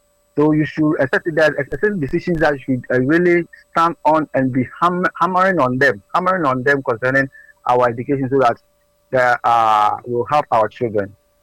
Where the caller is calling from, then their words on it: Takoradi, Western Region, Ghana; from Takoradi.